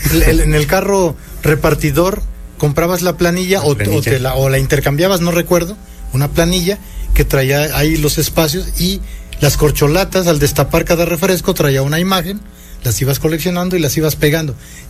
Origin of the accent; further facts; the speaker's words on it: Tulancingo, Hidalgo, Mexico; viví bastantes años de mi infancia en Tulancingo, que es la cuna de Rodolfo Guzmán, el Santo.